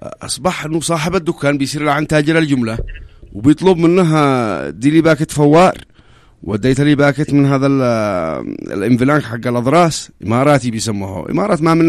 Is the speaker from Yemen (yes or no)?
yes; Yemen; وإحنا شعب يمني